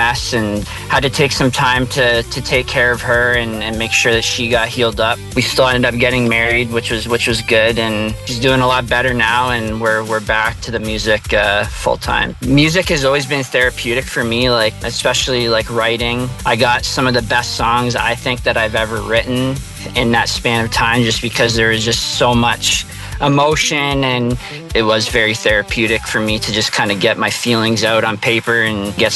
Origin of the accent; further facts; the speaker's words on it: Windsor, Ontario, Canada; now in Harrow, Canada; So I'm from Windsor, born and raised, and then I moved out to Harrow a couple years ago and been out there for about 3 years now.